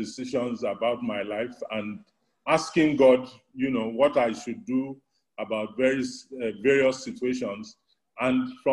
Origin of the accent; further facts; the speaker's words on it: Lagos, Nigeria; also born or lived in United Kingdom / Ibadan; I grew up in Ikoyi and attended St. Gregory's College, Obalende.